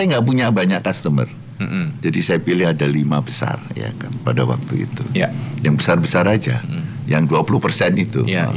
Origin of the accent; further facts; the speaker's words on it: Jakarta, Indonesia; also born or lived in Klaten; Ya di Klaten, cuman gede di Jakarta